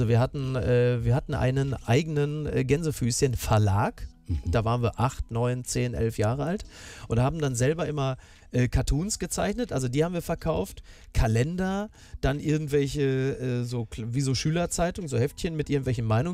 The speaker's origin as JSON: {"language": "German", "town": "Castrop-Rauxel", "region": "North Rhine-Westphalia", "country": "Germany", "tie": "born or raised there", "moved": "yes", "lives_now": "Hamburg, Germany", "said": "ich bin aufgewachsen in dem Dorf so am äußeren Rand."}